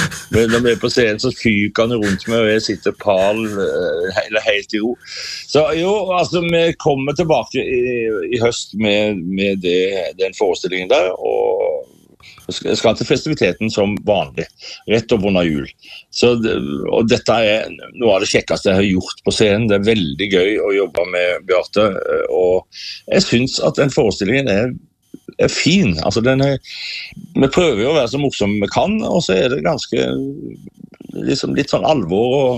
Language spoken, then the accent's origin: Norwegian; Sauda, Rogaland, Norway; jeg er ikke fra Haugesund, det vet alle, men jeg er fra Sauda, og mor og far hadde sterkt tilknyttet til Haugesund, og alle mine onkler og tanter var der.